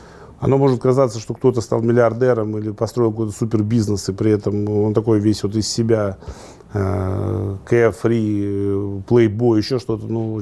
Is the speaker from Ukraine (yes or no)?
no; Oryol, Oryol Oblast, Russia; он был в моем родном городе. У нас была сеть, розничный, оптовый бизнес.